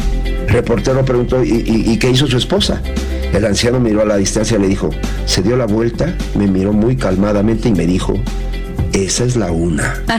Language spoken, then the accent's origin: Spanish; Mexico; somos buenos los mexicanos, somos buenos